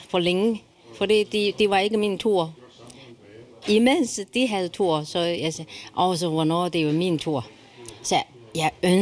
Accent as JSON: {"language": "Danish", "country": "China", "second_language": "Danish", "lives_now": "Odense, Denmark", "said": "Jeg kommer fra Kina."}